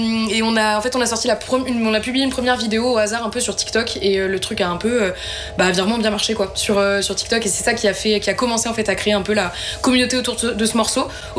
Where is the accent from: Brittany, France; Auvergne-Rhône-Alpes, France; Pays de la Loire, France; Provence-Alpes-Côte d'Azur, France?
Auvergne-Rhône-Alpes, France; Clermont-Ferrand; Clermont-Ferrand.